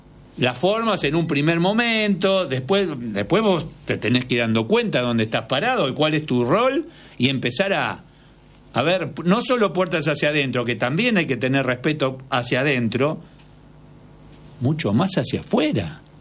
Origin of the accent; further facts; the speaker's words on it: Argentina; nosotros como argentinos necesitamos nivelar hacia arriba